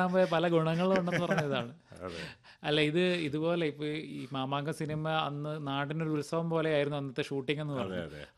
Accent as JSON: {"language": "Malayalam", "region": "Kerala", "country": "India", "tie": "born or raised there", "lives_now": "Ernakulam, India", "said": "എന്റെ നാട്ടിലും തൊടുപുഴ അടുത്ത ഒരു ഗ്രാമത്തിലായിരുന്നു."}